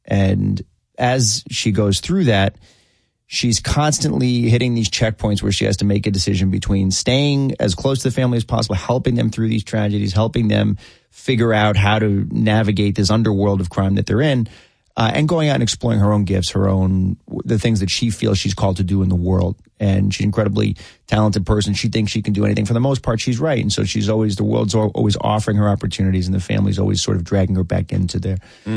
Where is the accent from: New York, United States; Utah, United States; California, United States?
New York, United States; I'm from Rockland County. So the people that are in my extended family, they would not think that I sound like I'm from anywhere. The Bronx affectation of those voices is crazy. So I don't have any of that. But I grew up in Rockland County.